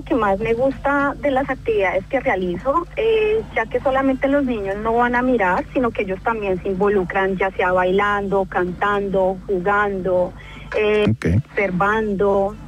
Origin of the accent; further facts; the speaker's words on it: Colombia; moved away as an adult; now in Sydney, Australia; en mi país, Colombia.